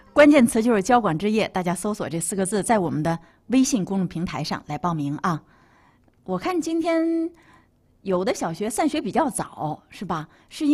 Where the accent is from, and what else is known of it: Northeast China, China